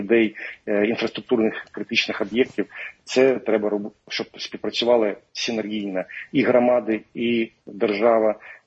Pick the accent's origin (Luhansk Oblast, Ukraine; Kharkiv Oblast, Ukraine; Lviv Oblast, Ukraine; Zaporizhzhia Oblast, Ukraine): Luhansk Oblast, Ukraine; Luhansk; я луганчанин